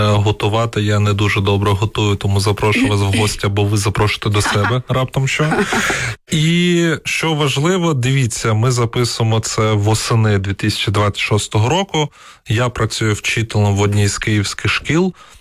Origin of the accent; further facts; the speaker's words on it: Luhansk Oblast, Ukraine; first language Russian; Ukrainian is a second language; now in Kyiv, Ukraine; Я народився, виріс на Луганщині просто, mm-hmm. і моя перша мова – це російська мова, якою я спілкувався.